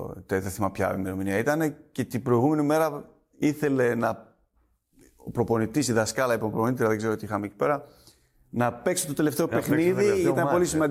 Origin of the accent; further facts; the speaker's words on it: Athens, Attica, Greece; born there; also born or lived in Gagarin, Uzbekistan; Ήμουν 8 χρονών. Ήρθαμε, κάναμε μια εβδομάδα με το τρένο. Περάσαμε από Θεσσαλονίκη και καταλήξαμε Αθήνα.